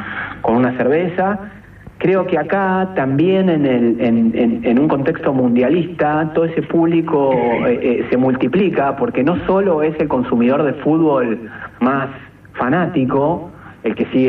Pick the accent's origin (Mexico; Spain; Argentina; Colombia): Argentina